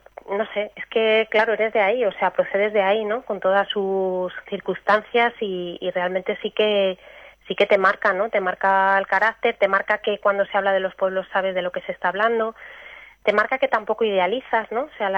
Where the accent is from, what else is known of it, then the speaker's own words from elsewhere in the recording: Madrid, Community of Madrid, Spain; moved away; yo me he criado en Madrid